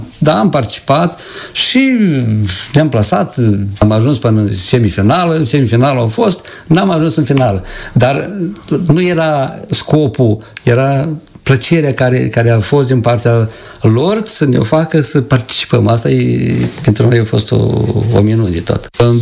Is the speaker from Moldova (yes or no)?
yes; Seliște, Nisporeni District, Moldova; Vin de la Seliște, raionul Nisporieni. Acolo am copilărit, acolo am făcut sport, acolo am făcut muzică.